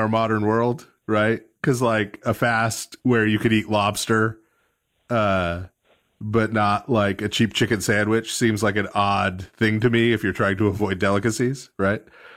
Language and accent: English; Louisiana, United States; You know, I'm a glutton from Louisiana. You can't trust me on this at all.